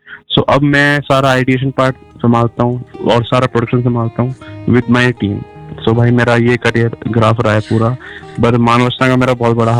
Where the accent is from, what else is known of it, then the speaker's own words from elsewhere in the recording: Faridabad, Haryana, India; और मैं फरीदाबाद का ही रहने वाला हूँ